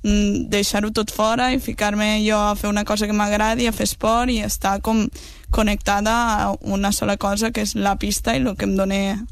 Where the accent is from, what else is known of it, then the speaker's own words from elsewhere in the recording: Lleida, Catalonia, Spain; now in Barcelona, Spain; em vaig mudar aquí a Barcelona per fer la carrera, jo també sóc de Lleida